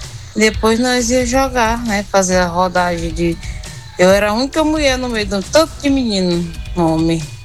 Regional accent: Brazil; Eu fui criada aqui na Vila Nova, moço.

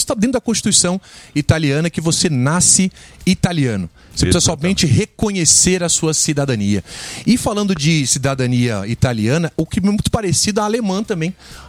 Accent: São Paulo, Brazil; Eu sou da região do Morumbi, minha esposa, meus filhos não conseguem ir num shopping sozinho, né?

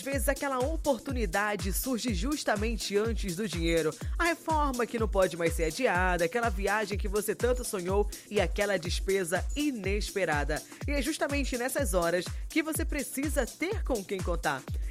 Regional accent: Porto Trombetas, Pará, Brazil; moved away; Porto Trombetas. Eita, PTR, minha cidade natal que eu amo de paixão.

